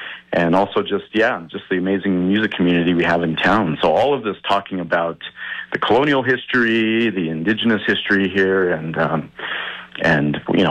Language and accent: English; Albuquerque, New Mexico, United States; I'm from Albuquerque. I've been making music here almost my whole life